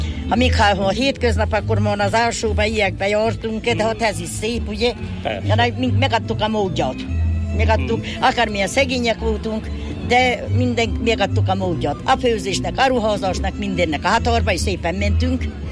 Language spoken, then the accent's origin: Hungarian; Buják, Nógrád, Hungary; Igen, igen, a Palócvidéken Bujákon.